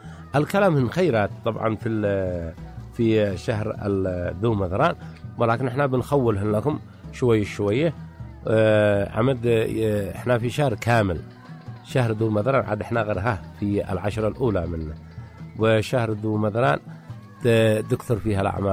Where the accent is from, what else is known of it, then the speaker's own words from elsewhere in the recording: Sanaa, Amanat Al Asimah, Yemen; عندنا في صنعاء نقول تملط الذره